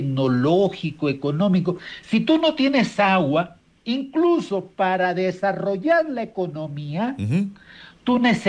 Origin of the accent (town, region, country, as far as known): Chone, Manabí, Ecuador; born or raised there